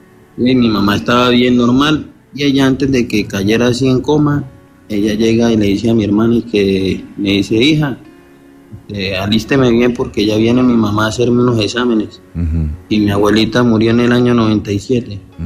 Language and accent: Spanish; Barrancabermeja, Santander, Colombia; now in Bogotá, Colombia; Señor, pues yo no soy de acá, de Bogotá. Yo soy de Barrancabermeja.